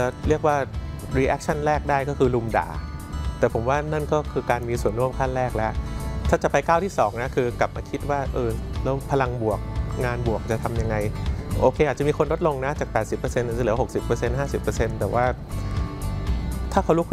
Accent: Bangkok, Thailand

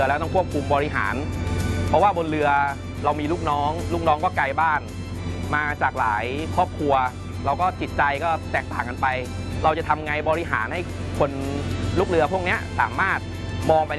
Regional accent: Phitsanulok, Thailand; พื้นเพผมเนี่ยเป็นคนจังหวัดพิษณุโลกศึกษามัธยมจากโรงเรียนพิษณุโลกพิทยาคม

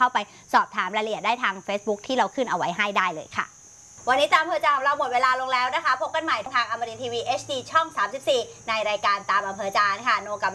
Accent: Southern Thailand, Thailand; ไม่ได้เราเป็นคนใต้

